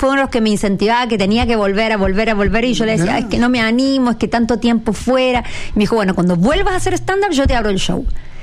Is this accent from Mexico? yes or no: no; Argentina; now in Chile; Y yo estoy acá y me dicen, no se te va el acento. Digo, yo no sé ahora cómo hablo, y soy chilena, yo soy argentina.